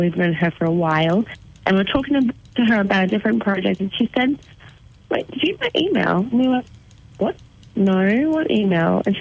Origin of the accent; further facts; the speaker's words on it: Cairns, Queensland, Australia; We're from Cairns, and it's so funny. A lot of our family still live up there.